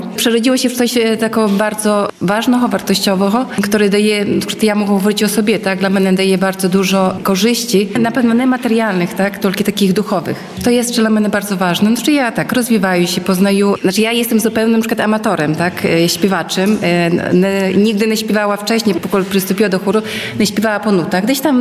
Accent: Łosinka, Podlaskie Voivodeship, Poland; now in Hajnówka, Poland; ja na przykład dojeżdżam z Hajnówki, ale pochodzę z Łosinki i też jakby, no, związana no, sercem z Łosinki, tak, bo tutaj wychowała się, tutaj chodziła do szkoły, tutaj rodzice żyli

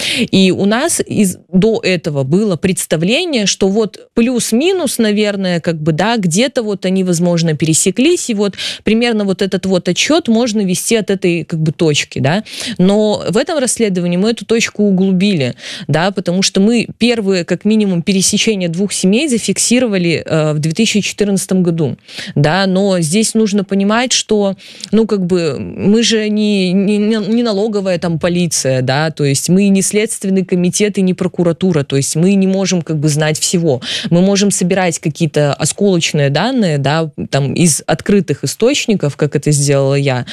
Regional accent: Belarus

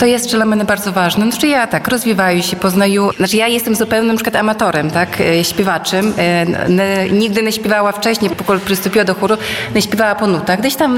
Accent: Łosinka, Podlaskie Voivodeship, Poland; now in Hajnówka, Poland; No ja na przykład dojeżdżaję z Hajnówki, ale pochodzę z Łosinki i też jakby, no, związana sercem z Łosinki, tak, bo tutaj wychowała się, tutaj chodzi do szkoły, tutaj rodzice żyli

